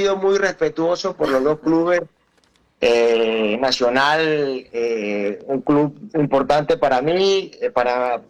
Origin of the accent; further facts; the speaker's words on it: Barranquilla, Atlántico, Colombia; Y Junior, lógicamente, soy barranquillero.